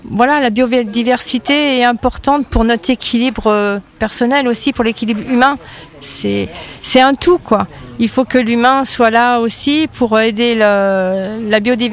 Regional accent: Auvergne-Rhône-Alpes, France; now in Val de Sioule, France; Oui, alors je suis originaire de Vic.

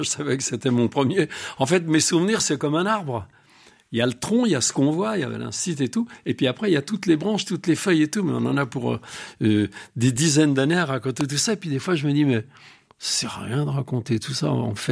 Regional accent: Montmirail, Grand Est, France; moved away; je viens de Montmirail, dans la Marne.

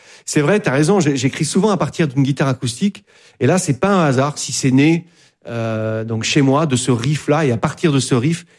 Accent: Landes, Nouvelle-Aquitaine, France; moved away; also born or lived in Paris; là où j'ai grandi, de cette région que j'aime infiniment

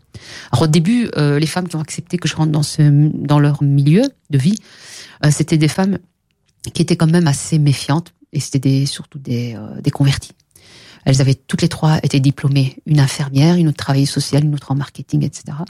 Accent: Belgium; chez nous en Belgique

